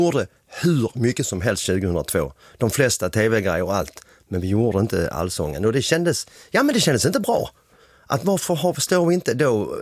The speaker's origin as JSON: {"language": "Swedish", "town": "Helsingborg", "region": "Skåne", "country": "Sweden", "said": "Vi kom ju inte från Stockholm, vi kom från Helsingborg."}